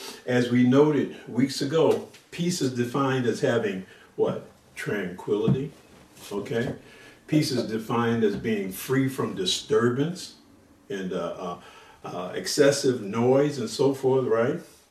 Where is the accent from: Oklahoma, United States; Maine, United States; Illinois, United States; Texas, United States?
Illinois, United States; Chicago; But I was born and raised in Chicago, on Chicago's South Side, okay? South Side of Chicago, and I lived in a place called Stateway Gardens.